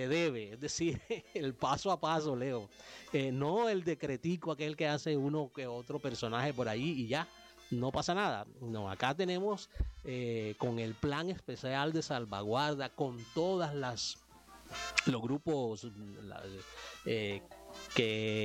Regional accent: Córdoba, Colombia; Nosotros aquí eso lo llevamos como en la vena, en la sangre. Nos marca, nos transversa como cordobeses, como caribes, como colombianos.

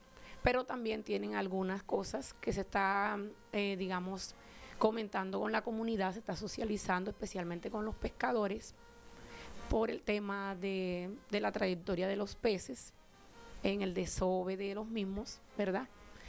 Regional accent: Calamar, Bolívar, Colombia; soy del municipio de Calamar Bolívar, lógicamente, por donde atraviesa pues nuestro gran río de la Magdalena y el canal del dique.

